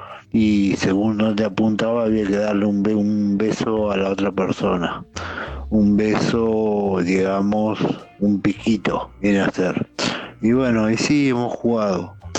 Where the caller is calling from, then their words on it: Pehuajó, Buenos Aires Province, Argentina; de Pehuajó.